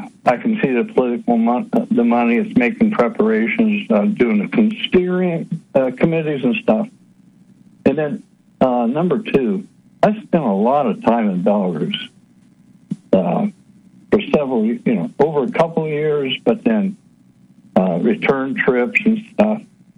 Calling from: Ohio, United States

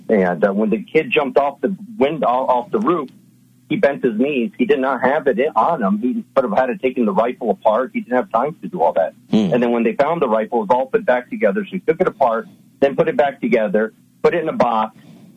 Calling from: Nevada, United States; in Nevada.

